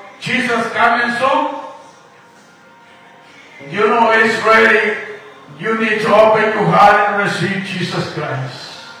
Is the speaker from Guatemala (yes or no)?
yes; Guatemala; moved away; tengo un padre celestial que me vine emigrante de por allá de Guatemala. Y mira, estoy aquí en este país bendecido.